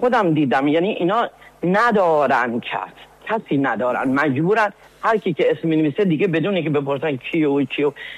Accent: Iran; now in Sweden; اومده بودم سوئد، بعد از اینکه خب حالا اقامت گرفتیم و کلاس اسی بی رفتیم، اولین کاری که گرفتم، خب چون از ایران اومدم فکر میکردم خب باید اینجا مثل سیاسی باشی

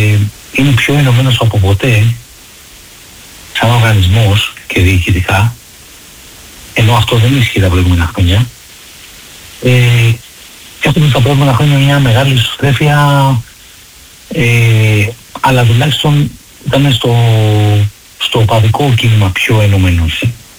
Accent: Vyronas, Attica, Greece; επειδή είμαι από το Βύρονο και είναι γέννημα θέμα, έχουμε μικρό παιδί υποστηρίζω τον Παναθηναϊκό

